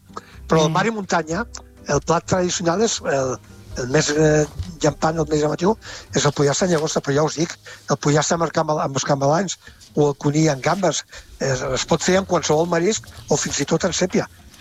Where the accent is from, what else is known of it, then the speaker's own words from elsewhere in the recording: Catalonia, Spain; la manera com som catalans.